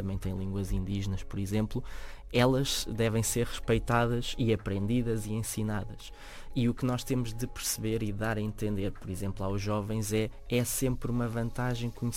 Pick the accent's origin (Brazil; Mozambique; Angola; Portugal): Portugal; Beira Alta; O português no Alentejo ou mesmo na Beira Alta, que eu sou beirão, sei bem do que falo